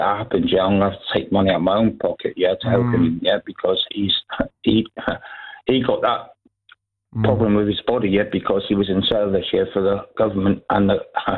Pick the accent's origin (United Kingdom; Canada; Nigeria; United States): United Kingdom; South West England; yeah, I don't really know anything from Wales, so I'm from Cornwall.